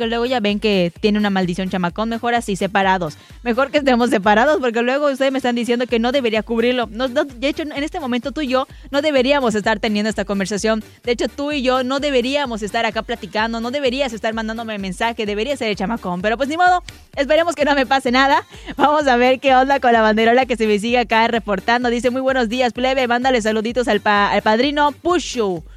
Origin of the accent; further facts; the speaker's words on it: Yucatán, Mexico; La gente yucateca somos bien padres, somos muy, muy buena onda.